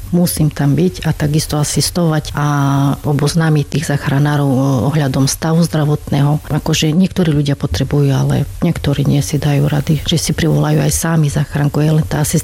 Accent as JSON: {"language": "Slovak", "town": "Spišské Tomášovce", "region": "Košice Region", "country": "Slovakia", "also_born_or_lived": "England", "moved": "as an adult", "lives_now": "Zlatník, Slovakia", "said": "som tu už 26 rokov, lebo som sa tu vydala. Ja pochádzam zo Spiských Tomášoviec"}